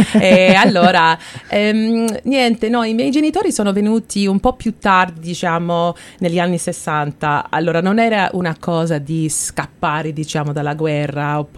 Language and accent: Italian; Canada; io sono nata, cresciuta in Canada, però sono vissuta dentro un piccolo Italia nella casa mia, perché il cibo, la musica, la televisione, la lingua, tutto in italiano sempre.